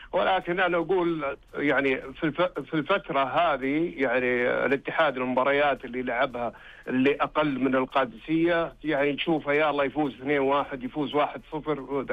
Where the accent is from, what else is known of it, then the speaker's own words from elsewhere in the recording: Saudi Arabia; بطولة تحمل اسم غالي على قلوبنا إحنا كسعوديين